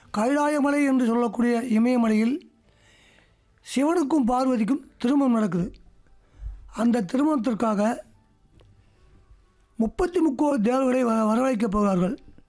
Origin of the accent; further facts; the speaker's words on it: Theni district, Tamil Nadu, India; நான் தேனி மாவட்டம் வைகை சிவகாபுரம் ஆண்டிபட்டி வட்டம் … தேவராட்ட காலேஜ். நான் எனக்கு 62 வயசு ஆகுது.